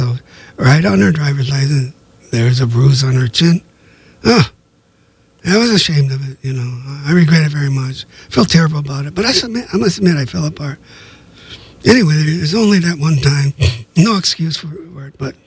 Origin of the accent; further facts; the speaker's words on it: Los Angeles, California, United States; The best friend I ever had, Alex, who I grew up with in East LA, called me up occasionally at 1, 2, 3 in the morning after partying.